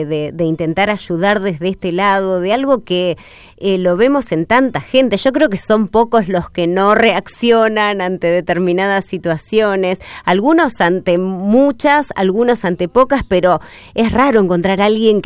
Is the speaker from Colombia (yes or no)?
no; Argentina